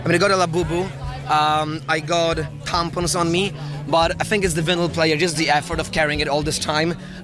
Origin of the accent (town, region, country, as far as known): Poland; English is a second language; now in London, United Kingdom